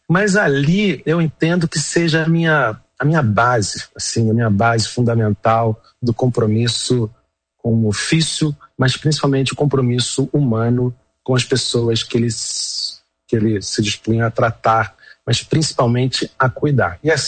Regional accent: Rio de Janeiro, Brazil; Eu sou carioca, nasci no Rio de Janeiro

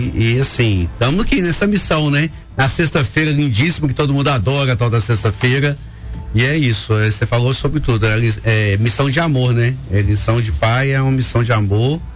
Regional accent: Coronel Fabriciano, Minas Gerais, Brazil; moved away as an adult; tenho 49 anos, sou de Fabriciano, sou nascido e criado em Coronel Fabriciano.

